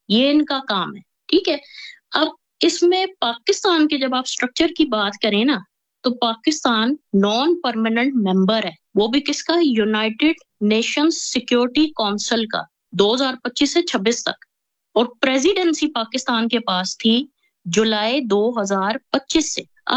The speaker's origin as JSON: {"language": "English", "country": "Pakistan", "said": "let me talk straight as a Pakistani."}